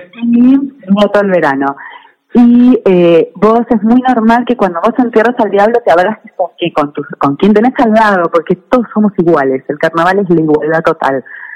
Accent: Buenos Aires, Argentina; yo siendo porteña estaba más cerca de los grises

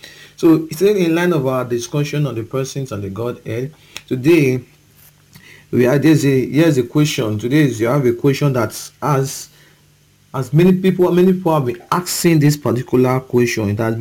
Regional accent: Okada, Edo, Nigeria; from Okada Town, Edo State, Nigeria.

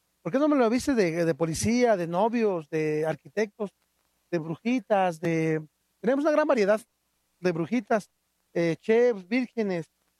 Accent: Santiago Mezquititlán, Querétaro, Mexico; Spanish is a second language; Mi bella comunidad es indígena, orgullosamente indígena. Hablo mi lengua materna. Surge en Santiago Mezquititlán. Está dividido por 6 barrios, del 1 al 6. Pertenecemos al municipio de Amealco, Querétaro.

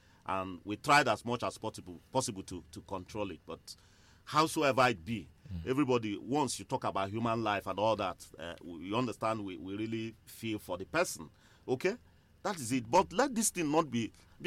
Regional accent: Nsukka, Enugu State, Nigeria; I'm from Nsukka.

